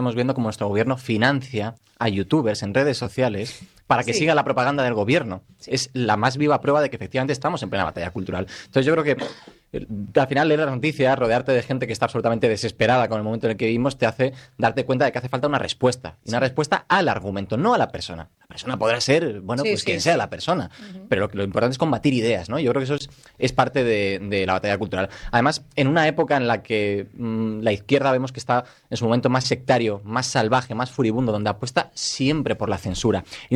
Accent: Spain

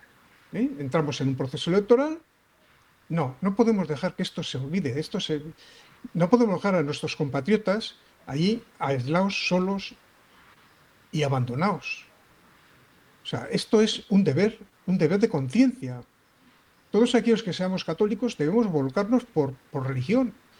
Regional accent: Basque Country, Spain

